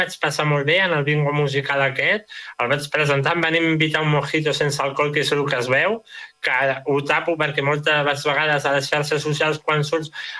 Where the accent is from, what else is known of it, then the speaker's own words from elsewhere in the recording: Barberà del Vallès, Catalonia, Spain; jo soc de Barberà